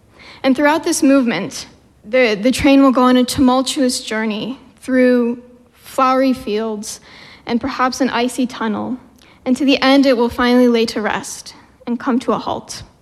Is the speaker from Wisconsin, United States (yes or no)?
yes; Milwaukee, Wisconsin, United States; I'm 16, and I come from Milwaukee.